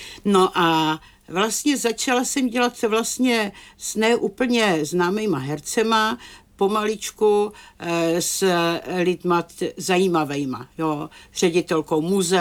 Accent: Turnov, Liberec Region, Czechia; protože pocházíme z Turnova

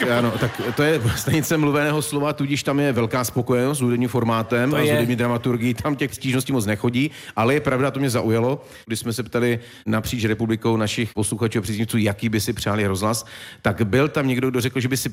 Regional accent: Ostrava, Moravian-Silesian Region, Czechia; also born or lived in Havířov; já jsem se narodil v Havířově, já jsem do svých 18 let žil v Ostravě

